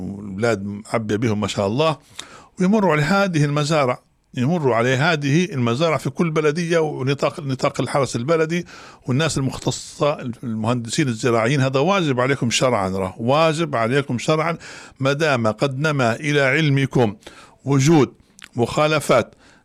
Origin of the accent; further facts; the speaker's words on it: Libya; وإحنا كنا كليبيين